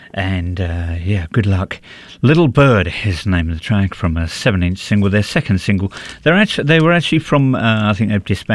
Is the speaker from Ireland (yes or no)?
no; Newcastle upon Tyne, North East England, United Kingdom; Well, I'm from Newcastle, me, I love it. And which is a fantastic city.